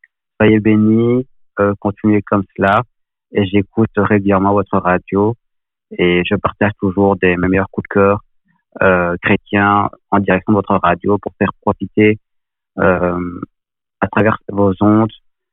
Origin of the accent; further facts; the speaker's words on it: Nivelles, Wallonia, Belgium; Je viens de Belgique, près de Bruxelles, exactement à Nivelles.